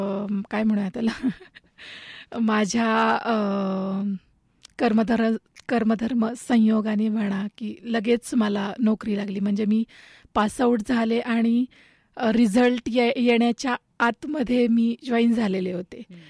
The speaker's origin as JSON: {"language": "Marathi", "town": "Shripur", "region": "Maharashtra", "country": "India", "tie": "born or raised there", "also_born_or_lived": "Baramati / Pune", "moved": "as an adult", "said": "मी मूळची सोलापूरची आहे आणि पंढरपूर जवळ श्रीपूर नावाचं माझं गाव आहे, मी तिथली आहे। माझं बालपण सगळं तिथेच गेलं, 12वीपर्यंत शिक्षण माझं माझ्या गावामध्येच झालं आणि नंतर मी BCS साठी घराबाहेर पडले बारामतीमध्ये।"}